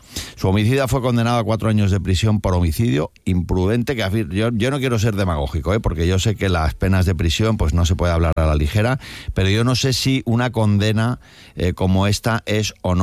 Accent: Málaga, Andalusia, Spain; Estoy aquí en mi tierra con Carmen López, que es la que se encarga de que esto suene fenomenal.

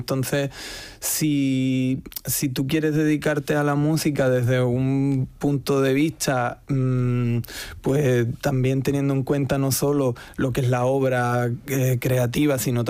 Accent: Benalup, Andalusia, Spain; also born or lived in Barcelona; Al final, yo es verdad que nací en Barcelona, pero con 5 años tuve la suerte de que mis padres tomaron la decisión de bajar a Benalup. Y bueno, pues Benalup es el origen de todo dentro de mi persona.

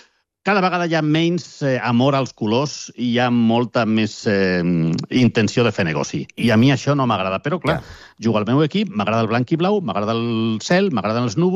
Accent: Catalonia, Spain; com a catalans

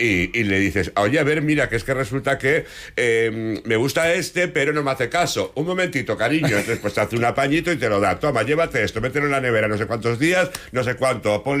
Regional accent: Galicia, Spain; yo soy como buen gallego a ver las ailas

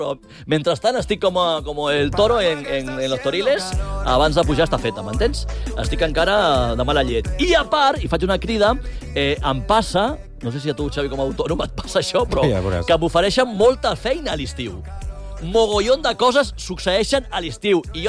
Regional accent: Galicia, Spain; now in Catalonia, Spain; jo que sóc de gallec, quan visito Galícia a l'hivern

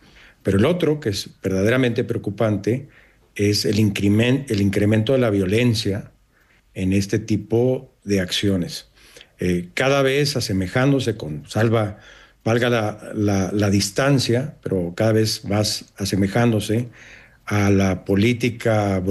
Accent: Mexico; moved away; Y hoy vemos la realidad que vive mi país de origen, y no nada más México, sino toda la región de América Latina.

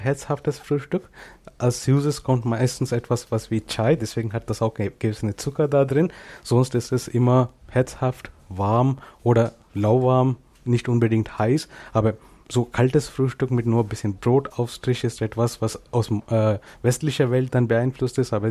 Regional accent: India; first language Kannada; German is a second language

